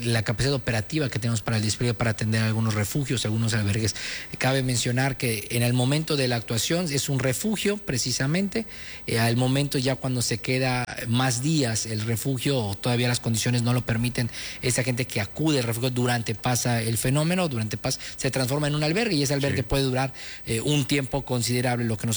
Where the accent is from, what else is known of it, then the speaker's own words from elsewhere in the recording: Yucatán, Mexico; acá en Yucatán es tema de globitos, bizcochitos, alguna galleta, que eso no puede faltar, como buen yucateco